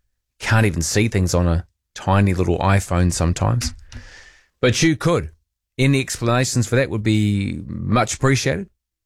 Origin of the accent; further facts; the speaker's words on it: New Zealand; I really enjoyed The Sullivans as a child growing up in New Zealand.